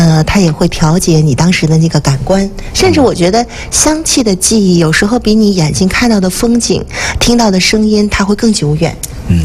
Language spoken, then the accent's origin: Chinese; Beichen, Tianjin, China; 咱们家乡北辰